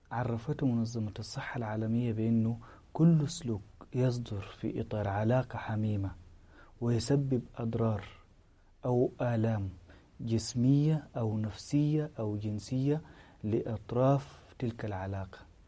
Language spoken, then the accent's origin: Arabic; Sudan; إحنا كمجتمع سوداني